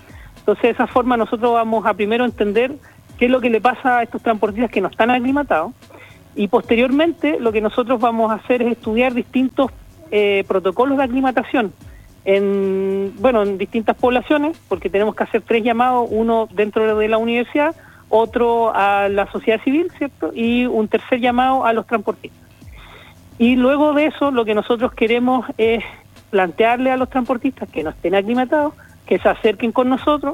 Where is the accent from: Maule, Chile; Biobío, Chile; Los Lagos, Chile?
Los Lagos, Chile; Chiloé; now in Iquique, Chile; Sí, nací allá y todo, me crié allá, pero mi corazón, como dice, está en el norte.